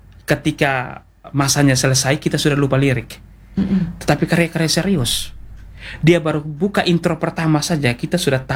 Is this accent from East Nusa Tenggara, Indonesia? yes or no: yes; East Nusa Tenggara, Indonesia; Kalau kami di Sika dulu